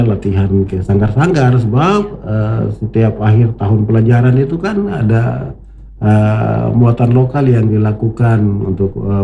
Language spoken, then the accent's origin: Indonesian; Papua, Indonesia; inilah saya Papua, Papua ya.